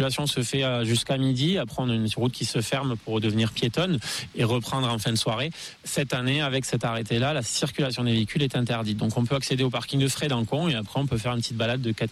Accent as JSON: {"language": "French", "town": "Béziers", "region": "Occitanie", "country": "France", "tie": "born there", "said": "je suis pas originaire de la vallée du Rio Majou, pas originaire des Pyrénées. Moi, je suis né sur le bord de mer, hein, sur la commune de Béziers."}